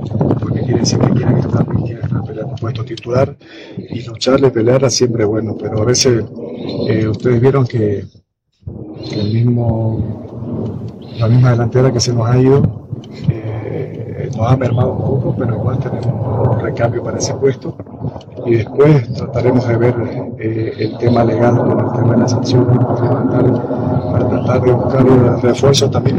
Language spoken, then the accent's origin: Spanish; Santa Cruz, Bolivia; porque yo soy de Santa Cruz y soñaba con jugar en Oriente, Blooming.